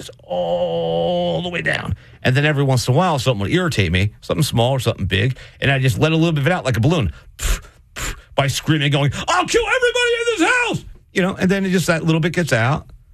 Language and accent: English; Brooklyn, New York, United States; I'm from Brooklyn.